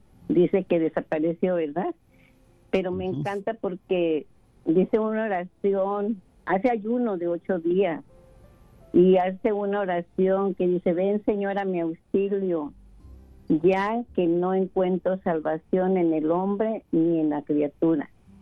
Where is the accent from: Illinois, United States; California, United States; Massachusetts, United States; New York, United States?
California, United States; Whittier; Soy de aquí